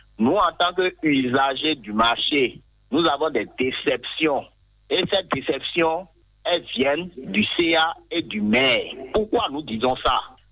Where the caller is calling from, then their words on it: Ouèdo, Atlantique, Benin; je vous appelle depuis Wedo.